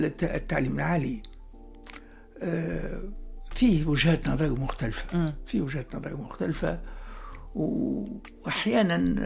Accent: Monastir, Monastir Governorate, Tunisia; moved away as an adult; also born or lived in Sousse; أنا خرجت من المنستير ومن سوسة أستاذ ناجح. عندما ذهبت إلى السعودية وجدت أن الزملاء الذين ينتسبون إلى الجامعة كلهم من صنفي وأفضل مني

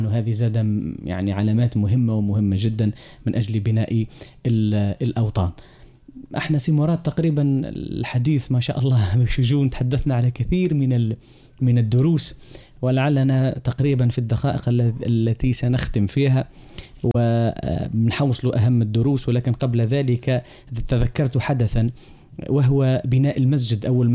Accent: Tunisia; وعلى بلادنا تونس الحبيبة إلى قلوبنا

